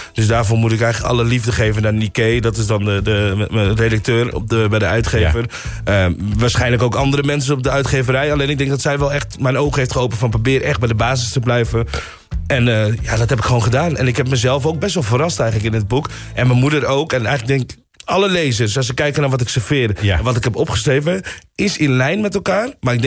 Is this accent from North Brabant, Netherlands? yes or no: no; Friesland, Netherlands; moved away; also born or lived in Dordrecht; Fries, ja.